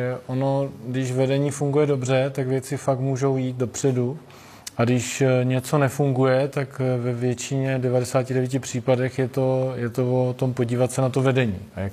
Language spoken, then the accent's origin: Czech; Brno, South Moravian Region, Czechia; Jsem původně z Brna